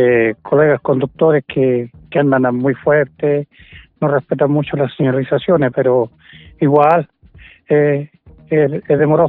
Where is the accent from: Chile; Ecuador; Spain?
Chile; Vicuña, Coquimbo; moved away; also born or lived in northern Chile; Sí, tuve mucho tiempo para el norte, sí, pero volví a mi tierra.